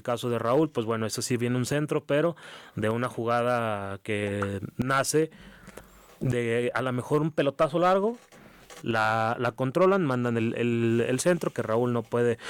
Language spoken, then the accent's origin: Spanish; Mexico; como mexicano lo decimos